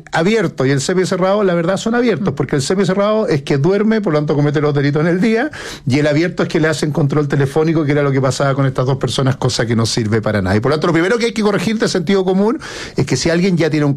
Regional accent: Santiago, Santiago Metropolitan Region, Chile; me crié en la Colón 9000

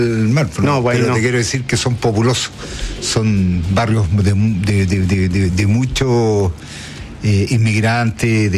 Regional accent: Chile; Somos todos chilenos

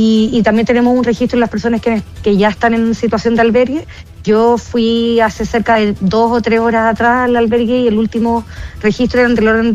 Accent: Viña del Mar, Valparaíso, Chile; somos viñamarinos, comprendemos la historia, somos chilenos

